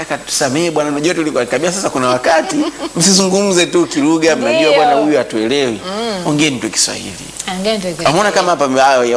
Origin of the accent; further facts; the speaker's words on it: Tanzania; Sasa hawajui kama mimi ni Msukuma.